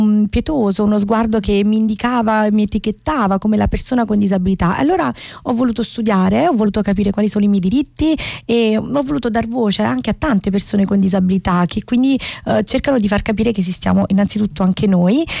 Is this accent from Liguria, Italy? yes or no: no; Salerno, Campania, Italy; Io sono, appunto, vengo da Salerno e sono, come dicevi tu, un avvocato, una content creator e una disability advocacy